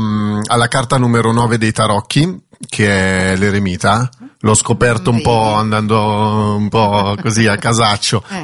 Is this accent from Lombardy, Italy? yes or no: yes; Milan, Lombardy, Italy; born there; io sono di Milano, sono nato qua